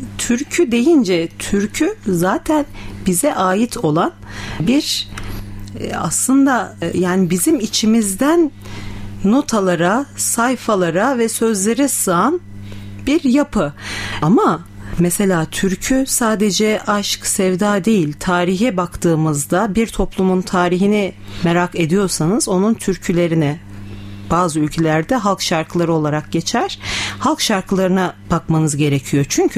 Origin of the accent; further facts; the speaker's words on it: Malatya, Turkey; Şimdi sırada benim memleketim olan Malatya yöresine gidelim.